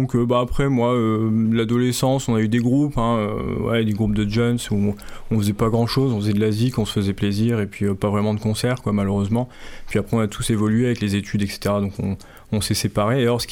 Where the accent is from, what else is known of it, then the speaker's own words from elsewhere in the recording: Grand Est, France; Alors moi, je suis originaire de Lorraine, dans le nord-est de la France.